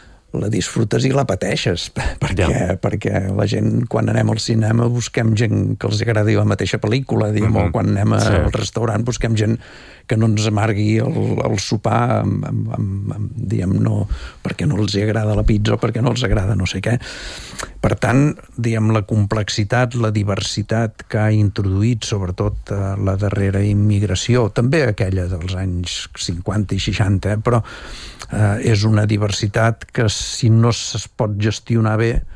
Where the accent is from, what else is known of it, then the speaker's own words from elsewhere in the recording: Terrassa, Catalonia, Spain; ja es nota que sóc de Terrassa